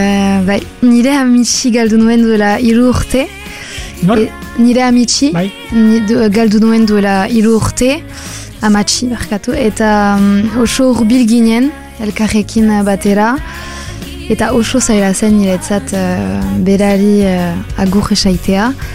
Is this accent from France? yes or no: yes; Ustaritz, Nouvelle-Aquitaine, France; bai honan sortu naiz, baina ustaritzen hasi nintzen, nire gurasoekin, aitatxi eta amatxirekin. Eta orain berriz bai honara joan naiz bizitzera, beraz, ustaritzekoa naiz.